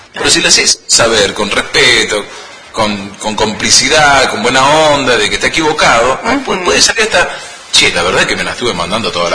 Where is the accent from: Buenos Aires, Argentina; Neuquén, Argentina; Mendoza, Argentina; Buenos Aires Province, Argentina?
Mendoza, Argentina; Malargüe